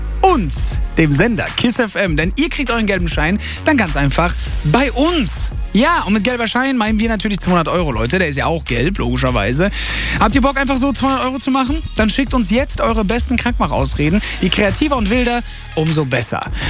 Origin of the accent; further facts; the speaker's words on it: Sicily, Italy; weil ich komme ja aus Sizilien und wir sind nicht von Catania losgeflogen, weil der Ätna mega aktiv ist.